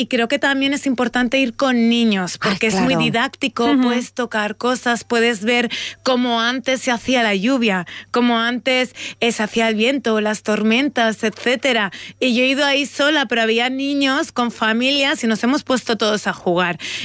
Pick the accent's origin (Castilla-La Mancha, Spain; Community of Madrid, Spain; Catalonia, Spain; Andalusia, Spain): Castilla-La Mancha, Spain; Ciudad Real; los que somos de Ciudad Real